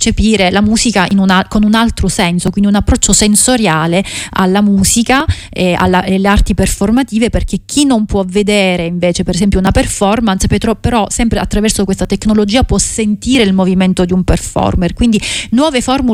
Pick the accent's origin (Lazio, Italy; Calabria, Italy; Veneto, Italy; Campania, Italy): Calabria, Italy; now in Belgium; avevo proprio desiderio di ritornare a suonare e di ritornare nella mia terra, perché siamo stati tutti lontani dalle nostre famiglie e dai nostri luoghi, e quindi valorizzare il luogo e valorizzare la Calabria.